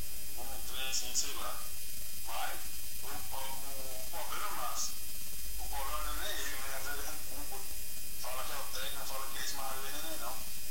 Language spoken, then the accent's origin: Portuguese; Brazil; sou brasileiro